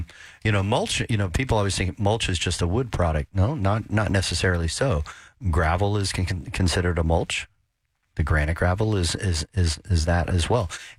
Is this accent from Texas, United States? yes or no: yes; Houston, Texas, United States; growing up in Houston, Texas